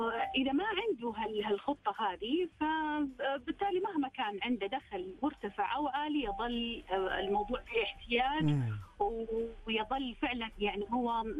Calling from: Riyadh, Riyadh Province, Saudi Arabia; أنا فيك من الرياض.

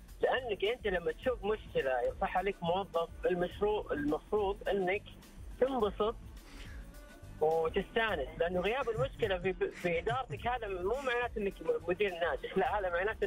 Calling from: Riyadh, Riyadh Province, Saudi Arabia; أكلمك حبيبي من الرياض.

